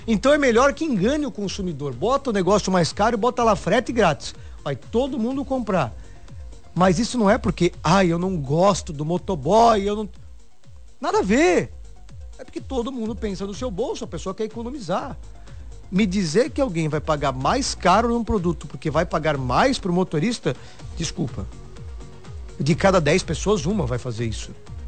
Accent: Brazil; nós somos brasileiros.

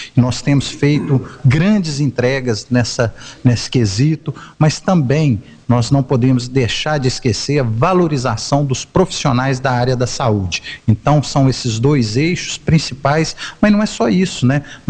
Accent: Iturama, Minas Gerais, Brazil; moved away; also born or lived in Itapagipe; eu fui criado, né, em Iturama, então morei também aqui em Itapajipe na minha infância, e a gente tem uma ligação muito grande, né, com toda a região

